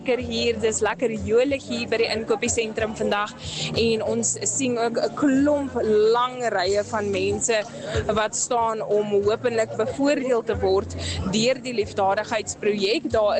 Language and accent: Afrikaans; Namibia